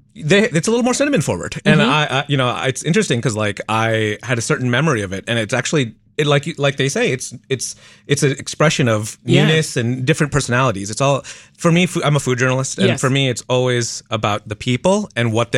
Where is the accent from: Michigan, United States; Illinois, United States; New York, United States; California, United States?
Michigan, United States; I was surprised coming from Michigan.